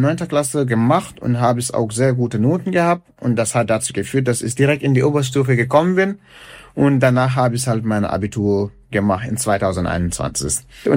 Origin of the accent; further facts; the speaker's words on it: Gambia; now in Germany; Ich komme ja aus Gambia und ich habe eine sehr starke Verbundenheit zu diesem Land. Da ist meine Familie, da bin ich geboren, da habe ich meine ganze Kindheit gemacht.